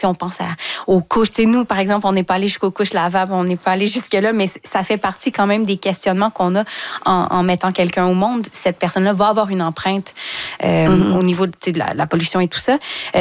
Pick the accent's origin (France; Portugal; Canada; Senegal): Canada; Saint-Hyacinthe, Quebec; Mais tu vois, moi, je venais du 450, je viens de Saint-Hyacinthe, donc j'avais ma voiture depuis que je suis adolescente.